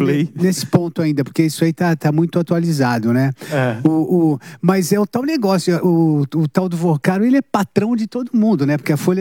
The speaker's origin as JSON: {"language": "Portuguese", "country": "Brazil", "said": "Como brasileiro e como quem, enfim, atravessou todos esses planos, todas essas inflações, todas essas crises"}